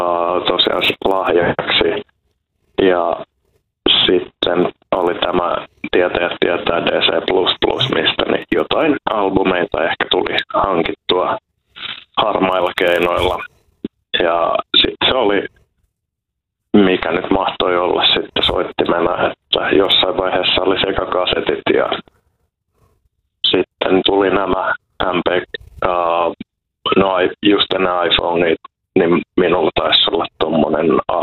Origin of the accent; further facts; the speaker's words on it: Helsinki, Uusimaa, Finland; Kyllä se tässä Helsingissä on mennyt suurimmalta osin, että Kateenokalta mä sanon olevani kotoisin. Ja siellä on koulunkäynti aloitettu ja sitten on tuossa keskustassa käyty yläaste ja lukio